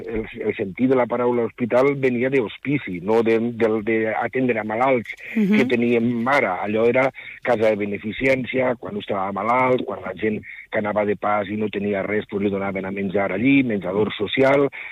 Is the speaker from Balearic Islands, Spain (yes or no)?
no; Atzeneta, Valencian Community, Spain